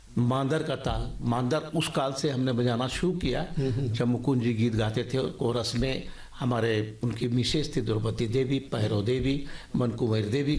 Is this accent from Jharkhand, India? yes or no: yes; Jharkhand, India